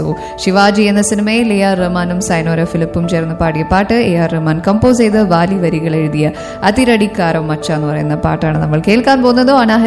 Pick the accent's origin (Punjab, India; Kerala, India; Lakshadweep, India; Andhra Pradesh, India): Kerala, India; ഒരു മലയാളി എന്ന നിലയിൽ നമുക്ക് ഒരുപാട് സന്തോഷം തരുന്ന ഒരു കാര്യമാണ്.